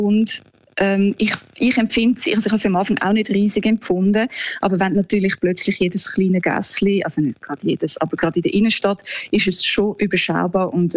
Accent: Zurich, Switzerland; now in Hanover, Germany; Am Zürichsee, ja. Den vermisse ich natürlich schon, gell.

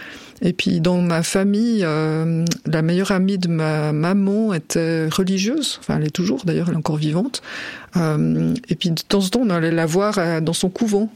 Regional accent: Corsier, Vaud, Switzerland; born or raised there; also born or lived in Vevey

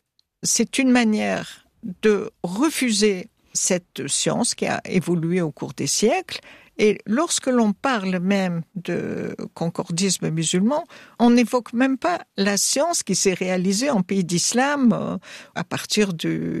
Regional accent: Tunisia; Alors, il y a au Maghreb des jeunes qui ont considéré, alors chez nous en Tunisie, surtout après ce qu'on appelle la révolution de 2011

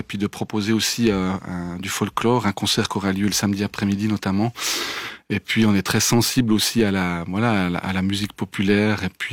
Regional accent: La Chaux-du-Milieu, Neuchâtel, Switzerland; je suis né, je suis un habitant du village, je suis né à la Chaux du Millau

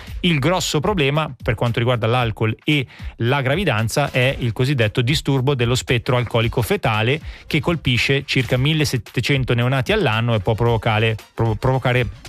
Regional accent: Switzerland

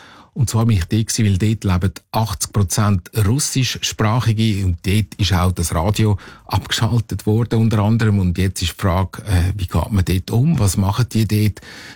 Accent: Switzerland; als Schweizer fragt man sich natürlich, wo ist eigentlich das Problem?

